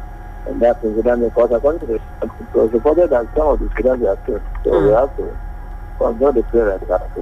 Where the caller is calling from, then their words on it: Ilorin, Kwara, Nigeria; I'm from Mogadi here in Ilorin.